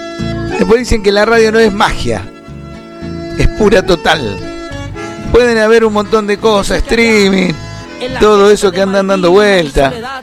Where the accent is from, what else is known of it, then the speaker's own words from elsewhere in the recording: Corrientes, Argentina; Y si soy correntino, y me gustaría escuchar un chamamé.